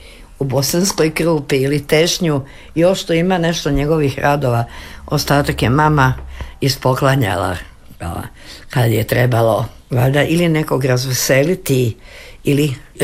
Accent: Osijek, Osijek-Baranja County, Croatia; tako da je meni taj moj rodni grad ostao u dobroj uspomeni

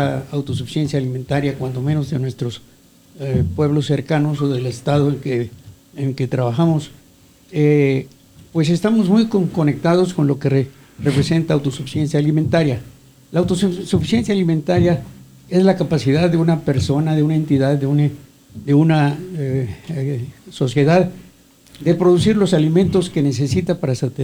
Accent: Mexico; puedo decir porque en mi tierra, en los mayas

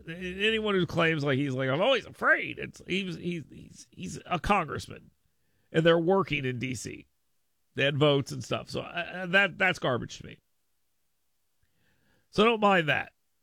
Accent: Fort Rucker, Alabama, United States; And I grew up in Fort Rucker right here in my district.

